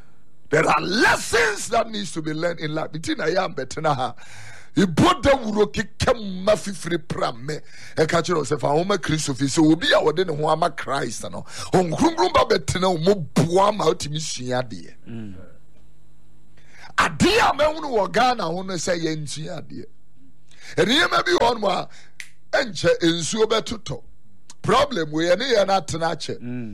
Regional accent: Accra, Greater Accra, Ghana; born there; Ama abuame, I was born in Accra. So I see myself more as a girl than a kwewu person.

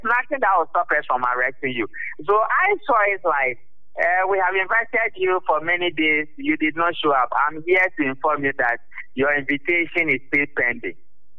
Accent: Ghana; Sometimes I say, I'm a Ghanaian, and I am

